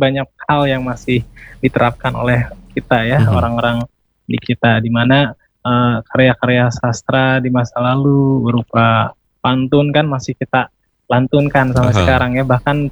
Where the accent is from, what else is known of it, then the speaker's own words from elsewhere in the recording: Semarang, Central Java, Indonesia; Kalau kita orang Semarang kan kita lihat lautan tiap hari lah seperti kurang lebih.